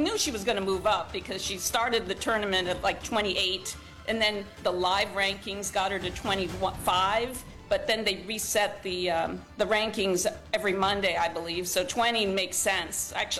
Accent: Philippines; another Filipina

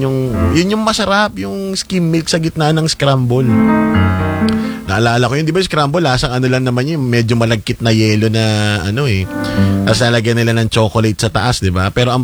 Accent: Quezon, Calabarzon, Philippines; dun sa amin sa Quezon

